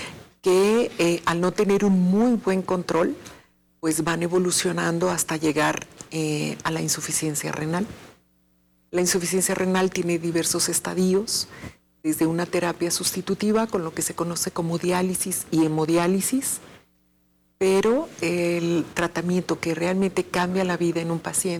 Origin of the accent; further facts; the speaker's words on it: Mexico; Nosotros como cultura mexicana convivimos con la muerte, la festejamos, la celebramos